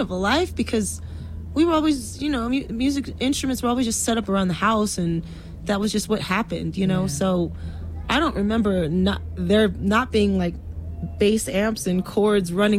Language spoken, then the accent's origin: English; Los Angeles, California, United States; I was an L.A. girl